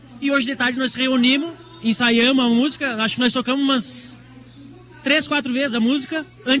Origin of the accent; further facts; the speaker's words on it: Lages, Santa Catarina, Brazil; eu sou de Lages, eu moro aqui.